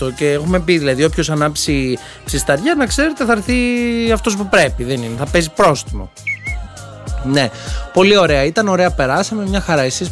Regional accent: Neochori, Central Macedonia, Greece; moved away; Πήγα στους δικούς μου στις αίρες στο χωριό μου, στο Νεοχώρι

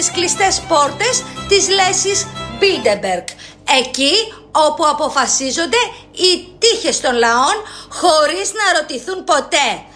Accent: Mani, Peloponnese, Greece; εγώ είμαι μανιάτισσα. Από γενιά σε γενιά.

